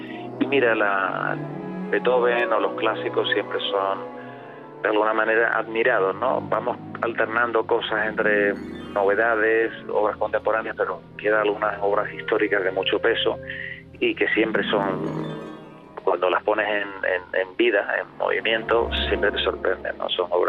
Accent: Málaga, Andalusia, Spain; yo vengo de Málaga, donde el mar también juega una parte importante de la vida

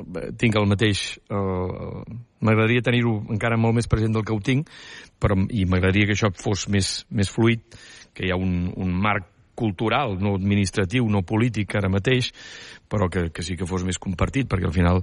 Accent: Catalonia, Spain; sense perdre de vista això que som del Camp de Tarragona

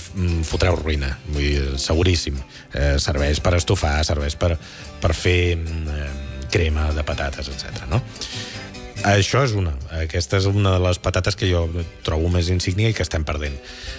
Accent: Catalonia, Spain; D'on soc jo originari, al Vallès, es feia bàsicament la blanca

